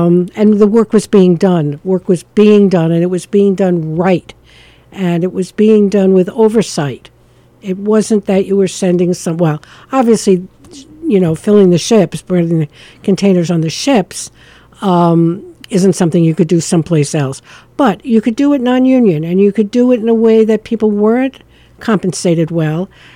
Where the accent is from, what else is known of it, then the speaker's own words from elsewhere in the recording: New York City, New York, United States; moved away as an adult; I was originally from New York City